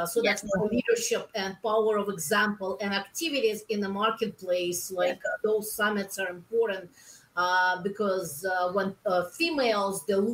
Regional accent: Russia; English is a second language; now in Canada; home yeah. is my, it's Canada, but I am originally from Russia. I cannot go there.

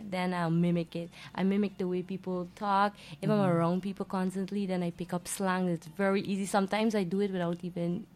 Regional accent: Mabaruma, Barima-Waini, Guyana; Yes, I'm from Region 1.

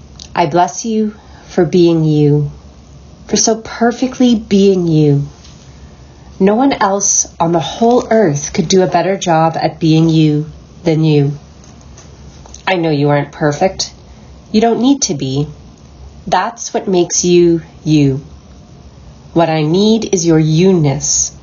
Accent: Regina, Saskatchewan, Canada; I was born and raised in Regina.

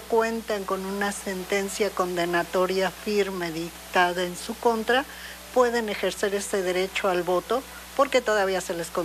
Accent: Mexico; a todos como mexicanos

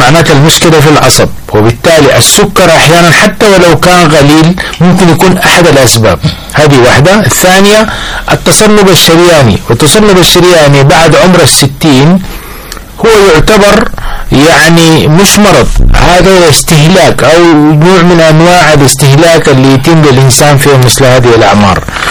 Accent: Sudan; احنا كسودانيين

